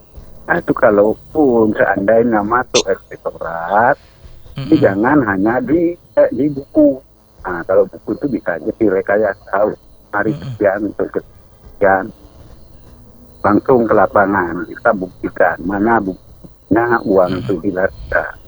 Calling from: Aceh, Indonesia

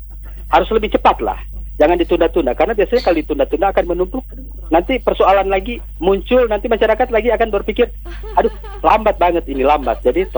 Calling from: Manado, North Sulawesi, Indonesia; Itu saja dari saya, dari Manado, Sulawesi Utara.

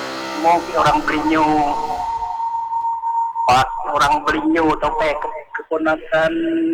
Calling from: Bangka Belitung Islands, Indonesia; Aku bilang saya dari Bangkok Tengah.

